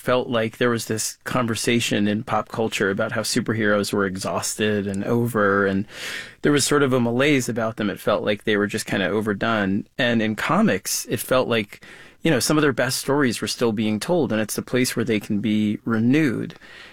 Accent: New York, United States; For me, growing up in New York, Batman felt real and immediate when he was going up against the things that I was afraid of as a kid.

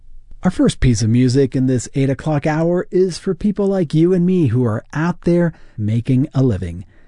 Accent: Mexico City, Mexico; I've got my hometown orchestra

